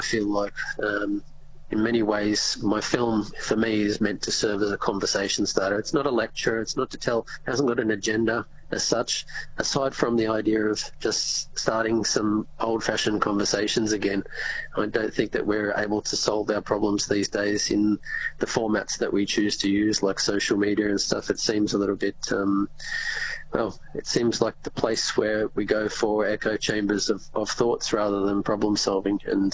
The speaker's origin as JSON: {"language": "English", "town": "Bellingen", "region": "New South Wales", "country": "Australia", "tie": "born or raised there", "said": "last year in my hometown in Bellingen"}